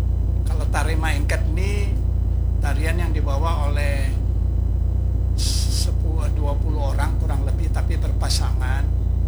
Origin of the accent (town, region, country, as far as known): Minahasa, North Sulawesi, Indonesia